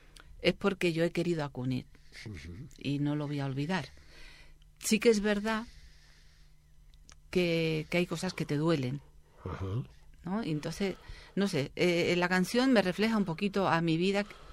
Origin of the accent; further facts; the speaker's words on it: Seville, Andalusia, Spain; now in Catalonia, Spain; Sí, soy de Sevilla.